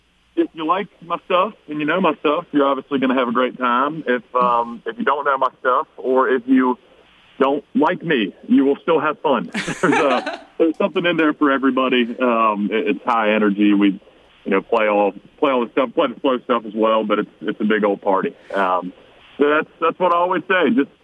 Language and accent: English; North Carolina, United States; now in Nashville, United States; Yes, I'm from North Carolina. Born and raised, live in Nashville now, and been playing music since the eighth grade.